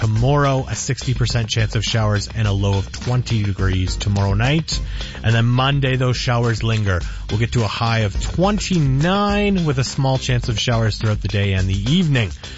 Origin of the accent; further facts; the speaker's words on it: Hamilton, Ontario, Canada; I'm from Hamilton, so you've got a lot of Italian culture in Hamilton. But it reminded me, I have family in Calabria.